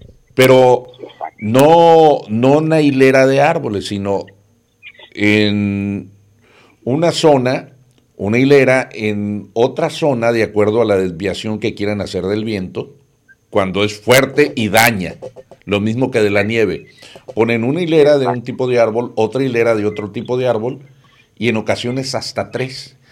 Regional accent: Nayarit, Mexico; Sí, soy del estado de Nayarit, pero en la parte de la costa, ¿sí?

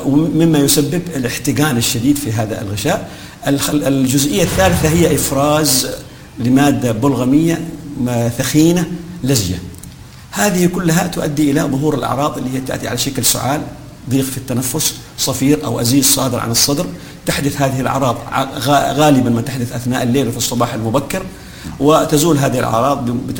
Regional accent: Hadhramaut, Yemen; accent: Hadhrami; أو خلينا نتكلم بالدارجة الحضرمية، عنيطة.

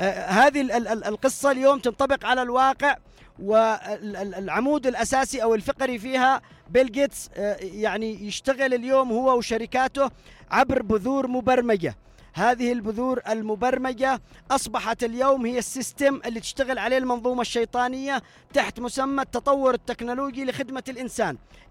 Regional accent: Yemen

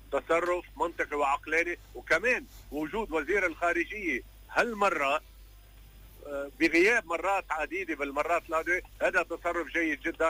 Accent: Lebanon

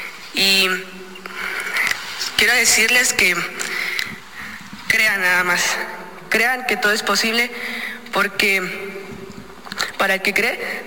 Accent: Oaxaca, Mexico; Buenos días … soy de Oaxaca, de la costa, orgullosamente.

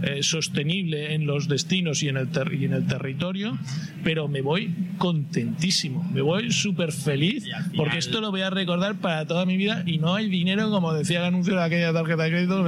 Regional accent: Valencia, Valencian Community, Spain; born there; la ciudad, que me encanta porque nací en ella. Muy bueno. Y la amo con todas mis fuerzas, ¿no? Soy valenciano, valencianista, fallero, o sea, lo llevo todo en el pack.

